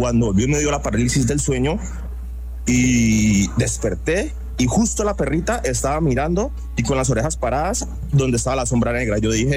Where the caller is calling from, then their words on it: Cali, Valle del Cauca, Colombia; Desde aquí de Cali, Valle del Cauca.